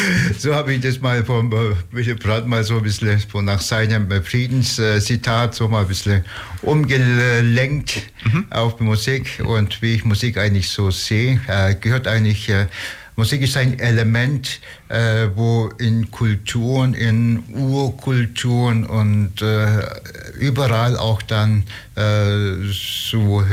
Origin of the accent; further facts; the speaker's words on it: Ulm, Baden-Württemberg, Germany; also born or lived in Istanbul, Turkey; Ja, geboren bin ich zwar in Istanbul, aber ich bin Oststädtler, Ulmer eigentlich, ja.